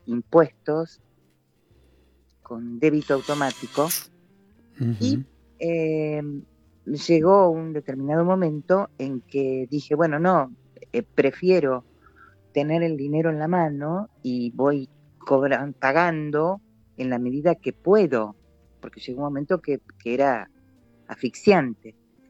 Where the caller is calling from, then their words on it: Buenos Aires Province, Argentina; lo que está pasando acá en provincia